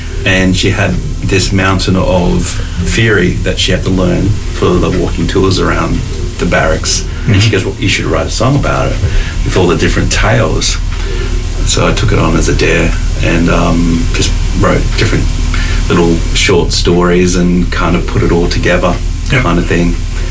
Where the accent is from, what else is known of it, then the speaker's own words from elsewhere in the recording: Sydney, New South Wales, Australia; now in Shoalhaven, Australia; Yeah, and we're originally from Sydney, and we're now on the Shoalhaven.